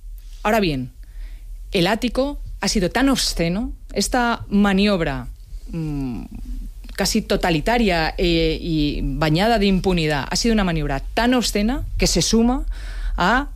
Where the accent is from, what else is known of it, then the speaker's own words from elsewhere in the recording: Community of Madrid, Spain; cosa que a mí me interpela en primer orden como ministra y como madrileña.